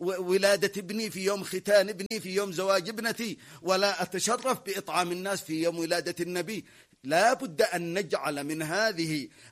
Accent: Yemen; بالنسبة لنا كيمنيين

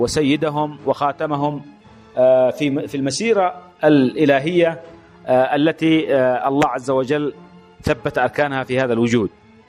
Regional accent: Yemen; وهذا ما يحتم علينا كيمنيين أن نعود إليه

